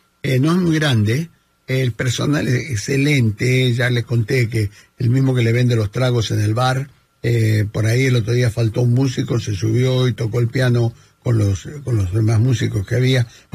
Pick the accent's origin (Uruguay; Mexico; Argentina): Argentina; saben que como buen argentino como carne y bastante